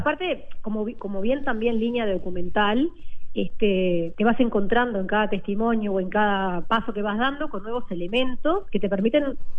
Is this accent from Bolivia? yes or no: no; Uruguay; parte de nuestra historia como uruguayos, ¿no? De nuestra cultura